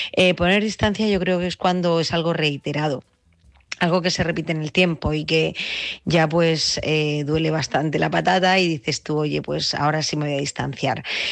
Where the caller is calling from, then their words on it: Murcia, Region of Murcia, Spain; de Murcia.